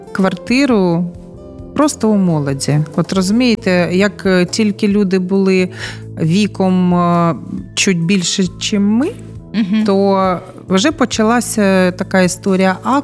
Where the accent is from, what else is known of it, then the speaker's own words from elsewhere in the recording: Donetsk, Donetsk Oblast, Ukraine; born there; moved away as an adult; also born or lived in Zaporizhzhia; я пишаюся тим, що я донецька, пишаюся, що я народилась на Донбасі